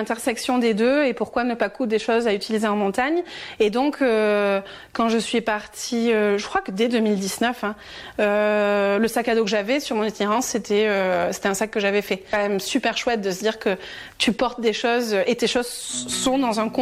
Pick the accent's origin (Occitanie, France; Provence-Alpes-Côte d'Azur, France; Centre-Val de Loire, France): Occitanie, France; Tarbes; born there; moved away as an adult; also born or lived in Bordeaux / Scotland; avant l'Écosse, j'ai fait 6 ans à Bordeaux parce que mes parents sont séparés, tout ça. Moi, à la base, je suis de Tarbes, donc pas si loin de la vallée des Gaves, mais pas non plus dans la vallée exactement. Et en Écosse, j'y suis allée après le bac, en fait, pour passer une année, apprendre l'anglais